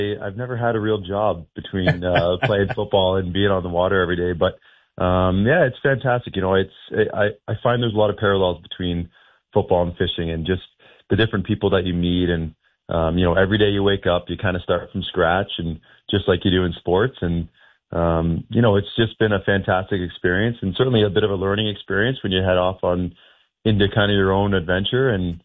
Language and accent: English; Peterborough, Ontario, Canada; I grew up around Peterborough with a ton of lakes around there